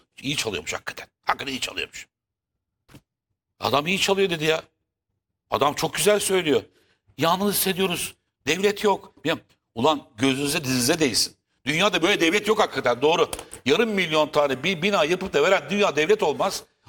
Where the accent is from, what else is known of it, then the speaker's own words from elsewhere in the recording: Istanbul, Turkey; İstanbul'da yaşıyorum ben. Doğma büyüme İstanbulluyum ben.